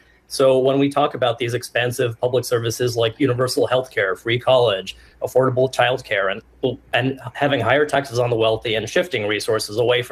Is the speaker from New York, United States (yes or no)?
yes; New York City, New York, United States; Rudy Giuliani was mayor when I was growing up in New York City.